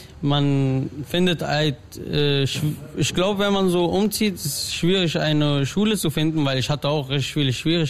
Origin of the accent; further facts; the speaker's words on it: Berlin, Germany; Ich komme aus Wedding, habe früher im Wedding gewohnt